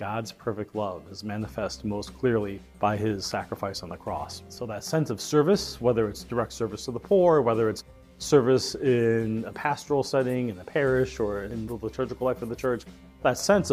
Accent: New York City, New York, United States; I was born and raised in New York City. Being Chinese is kind of just part of who we were. It's easier in New York because of a lot of other people who are also Chinese

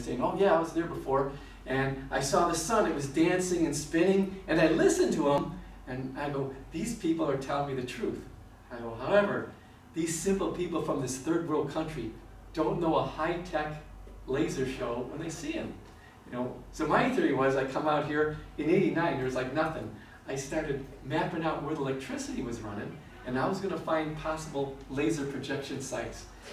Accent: Chicago, Illinois, United States; I'm here from Chicago.

